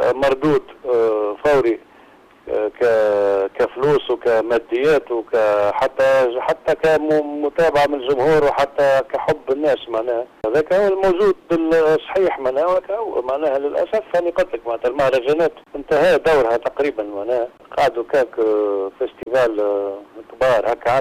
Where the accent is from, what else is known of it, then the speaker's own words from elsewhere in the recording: Gafsa, Gafsa Governorate, Tunisia; هذيك ذكريات نتاع طفولة قفصة، نتاع طفولتي في قفصة